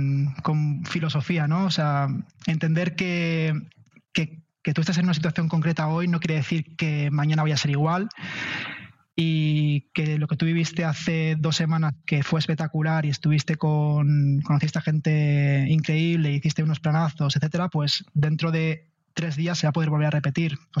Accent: Spain; siendo español con el pasaporte entras en todos los países sin visado

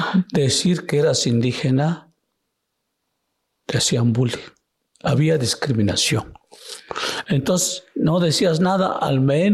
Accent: Tanetze de Zaragoza, Oaxaca, Mexico; born there; first language Zapotec; Spanish is a second language; also born or lived in Talea de Castro; Tanetze, Zaragoza, mi pueblo original, o de origen.

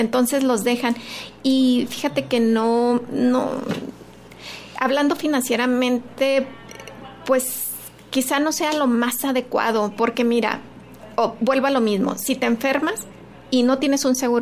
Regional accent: Mexico; Fíjate que estaba leyendo que los mexicanos ahorramos mucho

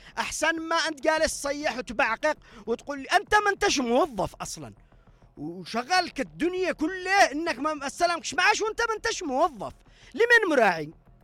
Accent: Yemen

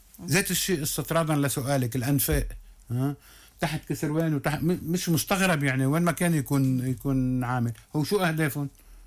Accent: Lebanon; أنا ماني مضطر كلبناني

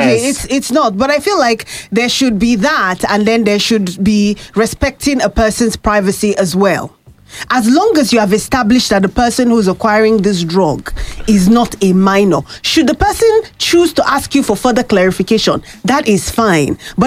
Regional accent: Nigeria; I am Nigerian. Ideally, Charity, when you come, I am Nigerian.

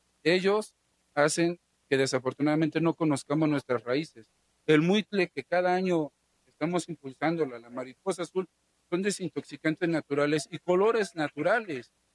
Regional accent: Mexico

